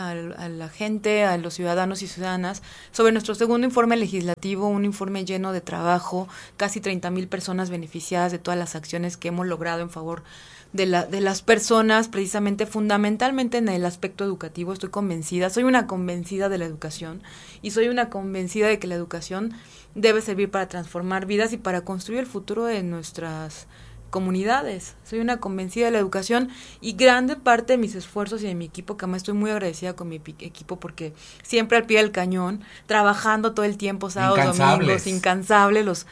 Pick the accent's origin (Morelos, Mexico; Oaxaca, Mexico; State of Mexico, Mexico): Morelos, Mexico; Yautepec; mi municipio de Yautepec.